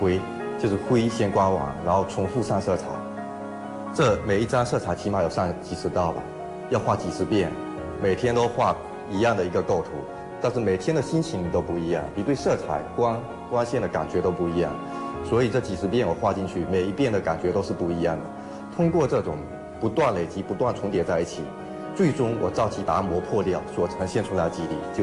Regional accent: Pingtan, Fujian, China; moved away; 我的家乡就是福建平潭，从小就在海边长大，后来来学校念书的时候其实就很少回去

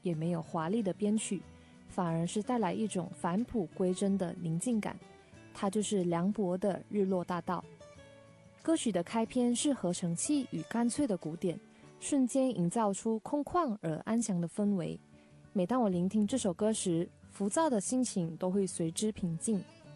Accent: Malaysia; Chinese is a second language; now in Guangzhou, China; 大家好，

